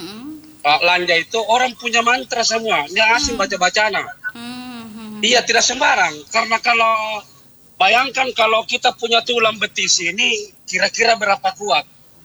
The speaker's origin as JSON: {"language": "Indonesian", "region": "South Sulawesi", "country": "Indonesia", "said": "Ya, jadi memang kita itu orang Bugis Makassar, memang ada mantranya."}